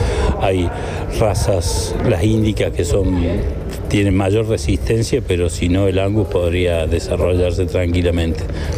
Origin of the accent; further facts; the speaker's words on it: Río Cuarto, Córdoba, Argentina; la ciudad de Río Cuarto, donde yo soy oriundo